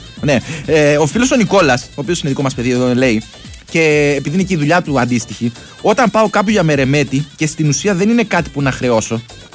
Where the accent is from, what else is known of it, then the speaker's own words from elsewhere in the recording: Crete, Greece; ξέρεις που μπορεί να τύχει αυτό που λες τώρα μόνο στην Κρήτη. Και δεν το λέω επειδή είναι ο τόπος μου.